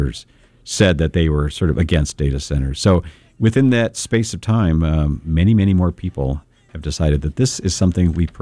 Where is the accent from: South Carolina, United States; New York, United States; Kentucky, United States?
Kentucky, United States; I grew up in Eastern Kentucky